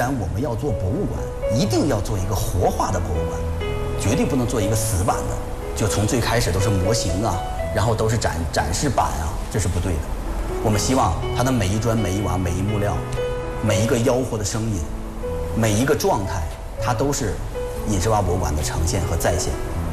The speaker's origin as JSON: {"language": "Chinese", "town": "Tangshan", "region": "Hebei", "country": "China", "tie": "born or raised there", "said": "我希望更多的全国的朋友们都能够来到我的家乡，来到唐山"}